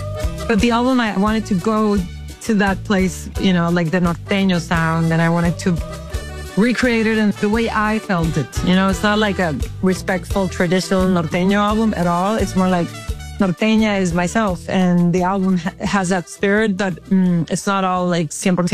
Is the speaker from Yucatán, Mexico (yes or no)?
no; Tijuana, Baja California, Mexico; In my case, it's being from the north of Mexico. I grew up in Tijuana, in a border city, which is always a mix.